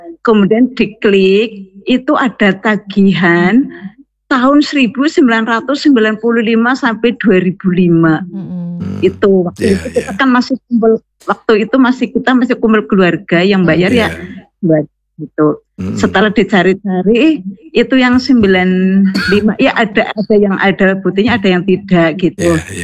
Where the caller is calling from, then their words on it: Baturraden, Central Java, Indonesia; di desa saya Batu Raden